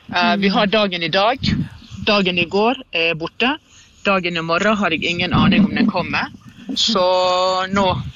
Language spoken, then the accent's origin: Norwegian; Sandane, Vestland, Norway; now in Oslo, Norway; Som er heimstaden, eller den ikke. Det var der jeg vokste opp, men nå bor jeg jo i Oslo. Men jeg på en liten vestlandstur.